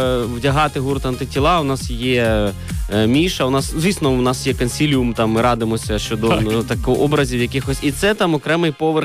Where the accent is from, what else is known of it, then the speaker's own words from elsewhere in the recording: Kyiv, Ukraine; А я з Києва їздив.